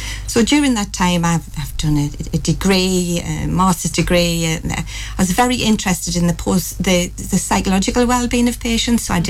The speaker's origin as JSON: {"language": "English", "town": "Seaham", "region": "North East England", "country": "United Kingdom", "tie": "born there", "said": "I was born in Seam, so a mining village. My dad was a bricklayer at the pit."}